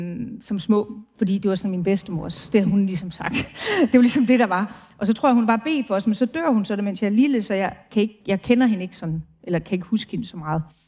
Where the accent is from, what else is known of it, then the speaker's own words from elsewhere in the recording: Brønderslev, North Denmark Region, Denmark; Altså, det hedder Brønderslev, der hvor jeg er fra.